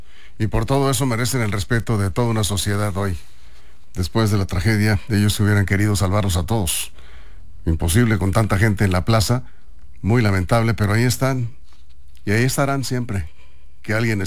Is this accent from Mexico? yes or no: yes; Sinaloa, Mexico; nos duele, porque somos sinaloenses y porque somos solidarios